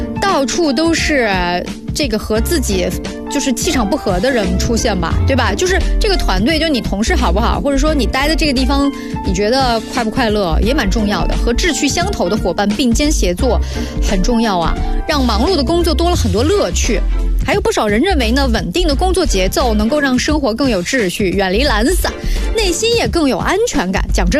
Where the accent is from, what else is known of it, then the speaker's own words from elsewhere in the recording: China; 我觉得作为中国人来说，我们非常的务实，脚踏实地，一步一个脚印。